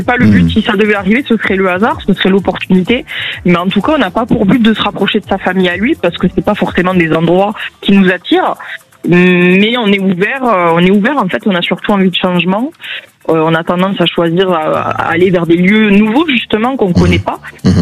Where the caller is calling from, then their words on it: Bolquère, Occitanie, France; je vous appelle actuellement de Bolcaire, dans le proche des Angles, dans le 66.